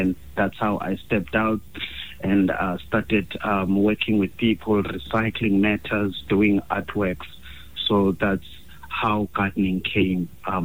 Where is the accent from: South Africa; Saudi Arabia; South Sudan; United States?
South Africa; Cape Town, Western Cape; I grew up inside the Khayelitsha in Cape Town. I was raised by a single parent.